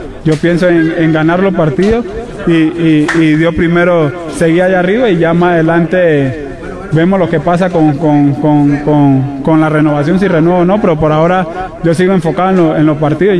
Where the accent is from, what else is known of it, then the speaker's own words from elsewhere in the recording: Panama; no fue más para el centro, sino fue más a la afuera, que fue muy complicado, pero no, al pueblo panameño que vamos a s